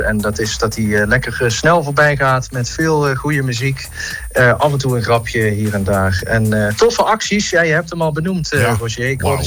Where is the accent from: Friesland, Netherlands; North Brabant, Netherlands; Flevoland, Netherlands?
North Brabant, Netherlands; Deurne; moved away as an adult; now in Heythuysen, Netherlands; Ik kom van origine uit Deurne in Brabant. Maar ik woon inmiddels nu een jaar of 4 in het prachtige Heidhuizen in Midden-Limburg.